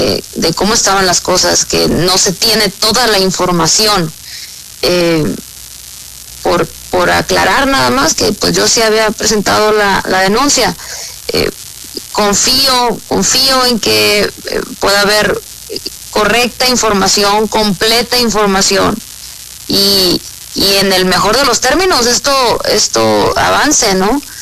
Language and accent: Spanish; Sinaloa, Mexico; soy norteña, soy sinaloense